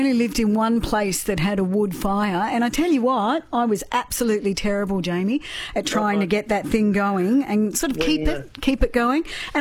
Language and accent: English; Denny, Scotland, United Kingdom; I have lived in a lot of places, but I'm a Denny girl. I'm from Denny as well.